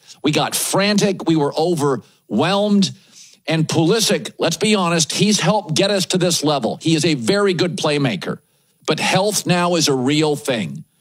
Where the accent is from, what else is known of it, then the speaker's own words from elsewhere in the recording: Pacific Northwest, United States; I grew up in the Pacific Northwest, Timber, Sounders, college programs. I like soccer. Mom was British.